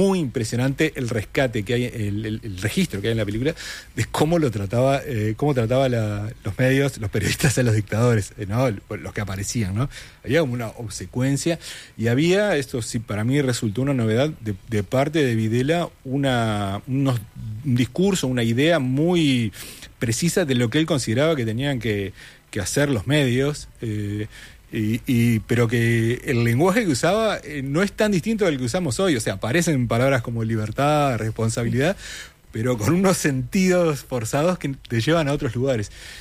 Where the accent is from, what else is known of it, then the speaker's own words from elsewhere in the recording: Uruguay; Soy un poco más chico, soy de Uruguay.